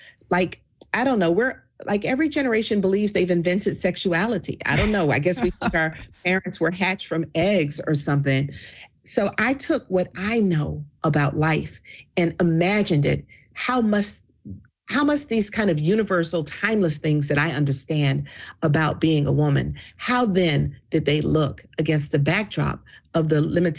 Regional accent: the South, United States; As a Southerner, everyone's always saying, oh, Southern families are such great storytellers.

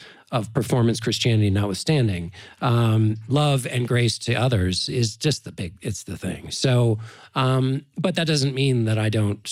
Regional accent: Washington, District of Columbia, United States

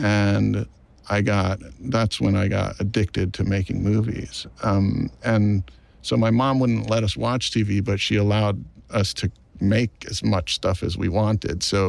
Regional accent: Maui, Hawaii, United States; born or raised there

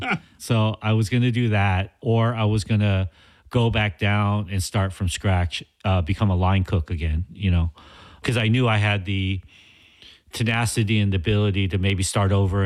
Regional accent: Los Angeles, California, United States; we're from Los Angeles. We're specifically from the central region of Los Angeles, the city, Koreatown, East Hollywood, Pico Union, Mid-City.

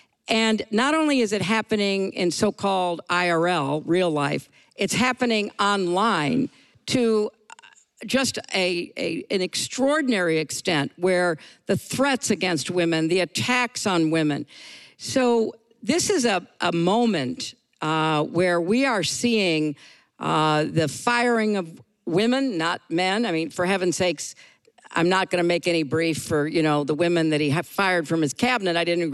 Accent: New York, United States; But I'm not a Mainer. I'm a New Yorker.

